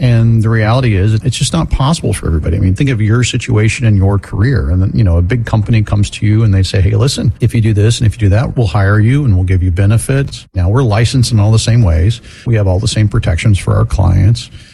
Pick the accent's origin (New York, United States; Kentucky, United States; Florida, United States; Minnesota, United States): Florida, United States; I mean, I grew up in Florida.